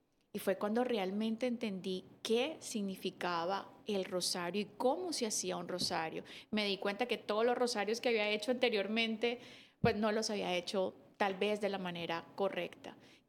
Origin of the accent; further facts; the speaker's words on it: Cali, Valle del Cauca, Colombia; now in United States; yo soy colombiana de Cali y para mí, o sea, nací en una familia donde estaba presente Dios y mi mamá era muy devota de la Virgen.